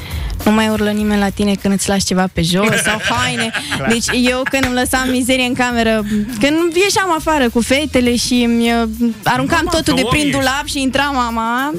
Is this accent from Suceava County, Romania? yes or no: yes; Suceava, Suceava County, Romania; Eu sunt din Suceava.